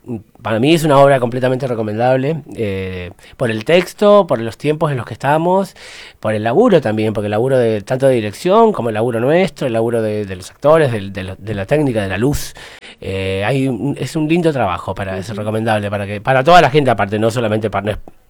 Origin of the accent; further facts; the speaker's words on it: Argentina; Somos todos argentinos, estamos todos en la misma.